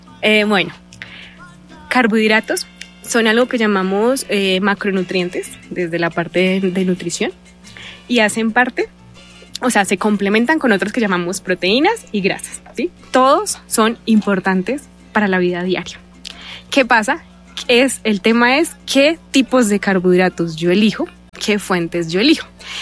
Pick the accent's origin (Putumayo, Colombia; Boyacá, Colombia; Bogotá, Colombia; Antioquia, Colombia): Boyacá, Colombia; yo donde soy de Boyacá